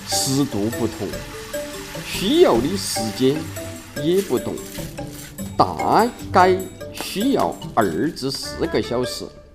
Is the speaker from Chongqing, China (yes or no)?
yes; Chongqing, China; 是土生土长的重庆人。